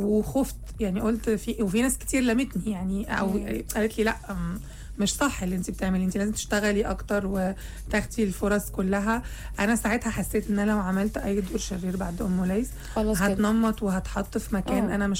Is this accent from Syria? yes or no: yes; Syria; أنا برضو بعمل، يعني أنا سورية وبعمل الدور ده